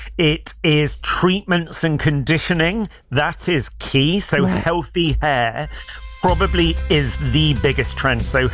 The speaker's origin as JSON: {"language": "English", "region": "South West England", "country": "United Kingdom", "tie": "born or raised there", "moved": "as an adult", "lives_now": "London, United Kingdom", "said": "I was brought up down in Somerset. I trained in Somerset."}